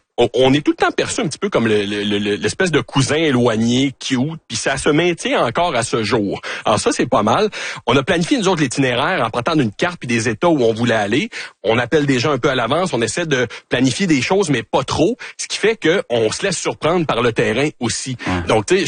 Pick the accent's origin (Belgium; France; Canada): Canada; quand on dit qu'on est Canadien